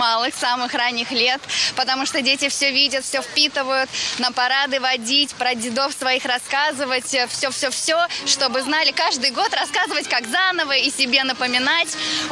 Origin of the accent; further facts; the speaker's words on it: Saint Petersburg, Russia; Мы приехали из Санкт-Петербурга в гости к друзьям.